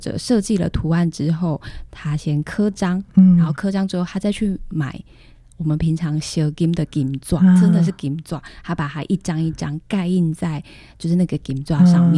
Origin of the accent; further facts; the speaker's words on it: Taiwan; first language Taiwanese Hokkien; Chinese is a second language; 对，我应该算是台语，我的母语是台语